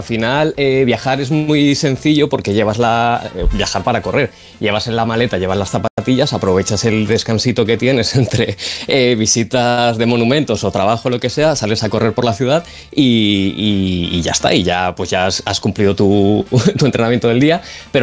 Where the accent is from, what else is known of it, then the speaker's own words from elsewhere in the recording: Valencia, Valencian Community, Spain; bueno, nosotros somos de Valencia, pero también organizamos viaje al maratón y al medio maratón de Valencia